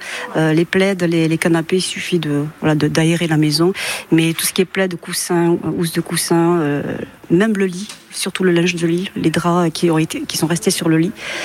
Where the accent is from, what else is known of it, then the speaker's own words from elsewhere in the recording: Toulouse, Occitanie, France; Certainement, je suis toulousaine. Il faut que j'aille à Toulouse le fêter.